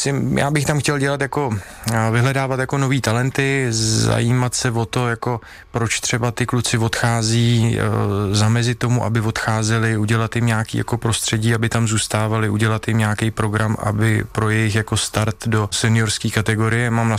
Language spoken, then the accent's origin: Czech; České Budějovice, South Bohemian Region, Czechia; já jsem se učil německy odmala, protože jsem vyrůstal v Českých Budějovicích a to bylo blíž k tomu Rakousku